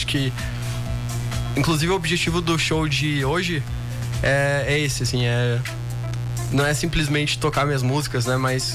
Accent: Santa Catarina, Brazil

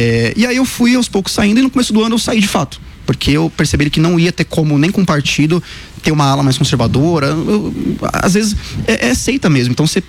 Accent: São Paulo, Brazil; Eu sou de São Paulo mesmo, nasci em São Paulo, cresci toda a vida aqui no centro, na Santa Cecília. Sou aqui de São Paulo mesmo.

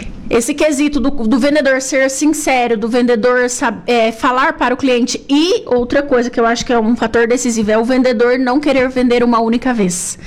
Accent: Paraná, Brazil; moved away as an adult; also born or lived in Maringá / Curitiba; Eu sou paranaense, eu venho de lá, fui pro atacado em Maringá, fui pra Curitiba como representante e vim pra cá no atacado e tô desde então.

